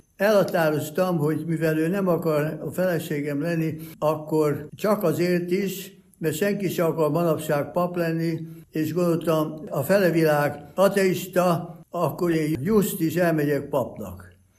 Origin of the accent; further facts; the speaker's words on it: Oradea, Bihor, Romania; moved away as an adult; also born or lived in Budapest, Hungary / Szeged, Hungary; now in United States; Budapesten születtem, 4 éves koromban elkerültünk, nagyszüleim, édesapámat kinevezték Fölhosszú Nagyváradra, ami akkor magyar lett egy pár évre, 40-be, és aztán ott növelkedtem